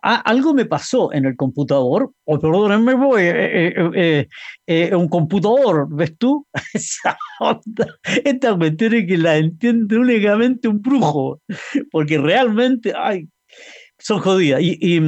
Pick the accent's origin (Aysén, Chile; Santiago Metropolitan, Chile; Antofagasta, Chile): Antofagasta, Chile; also born or lived in Valparaíso / Argentina; Yo me recuerdo cuando era niño en Valparaíso, siempre llovía, ya cuando niño me quería en Valparaíso, aún cuando soy de Antofagasta, pero bueno. Y después en Argentina, peor.